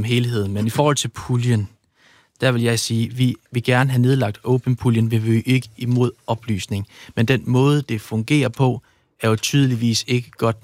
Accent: Jutland, Denmark; Jeg er fra Jylland.

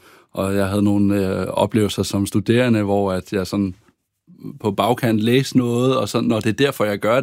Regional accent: Orø Strand, Zealand, Denmark; Så 100% at min opvækst på Ore Strand har præget mig i mit arbejde.

